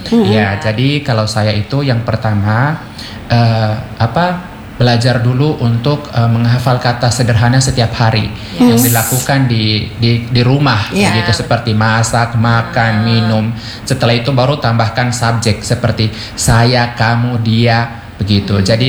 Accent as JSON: {"language": "Indonesian", "town": "Biak", "region": "Papua", "country": "Indonesia", "first_language": "Biak", "second_language": "Indonesian", "said": "Jadi saya pakai bahasa Indonesia daripada bahasa saya dari Biak itu lebih tidak mengerti lagi."}